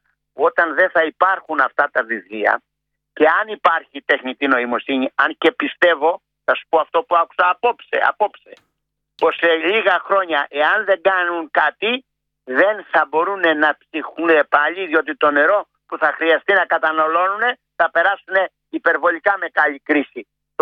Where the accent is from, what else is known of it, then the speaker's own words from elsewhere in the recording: Kalavryta, Western Greece, Greece; κατάγομαι από Πελοπόννησο, Μανώλη, και από Καλάβρητα